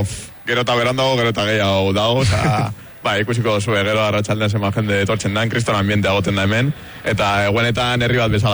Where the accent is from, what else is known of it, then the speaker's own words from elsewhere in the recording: Bilbao, Basque Country, Spain; Ez, gu bilbotarra gara